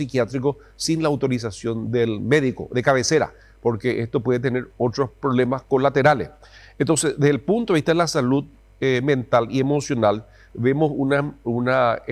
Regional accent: Paraguay; nosotros como paraguayos

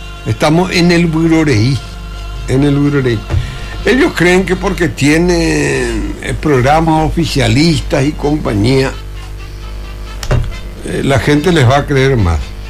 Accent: Luque, Central, Paraguay; como somos de Luque, queremos al luqueño

